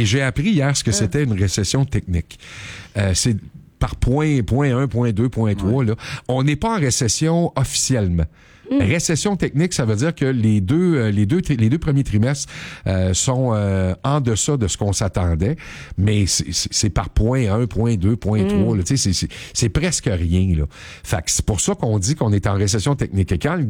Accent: Drummondville, Quebec, Canada; Moi, je suis de Drummondville.

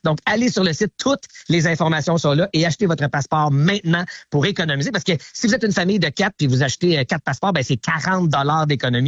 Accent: Gatineau, Quebec, Canada; moi, je suis originaire d'ici à Gatineau.

